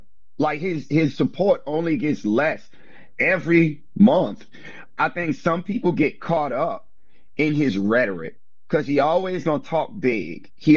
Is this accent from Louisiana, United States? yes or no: yes; New Orleans, Louisiana, United States; And mind you, I'm from New Orleans, Louisiana, the home of Mardi Gras.